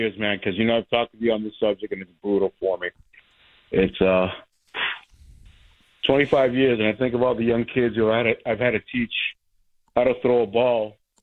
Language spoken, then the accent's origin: English; Haverhill, Massachusetts, United States; I'm a kid from Haverhill, and I spent summers in New York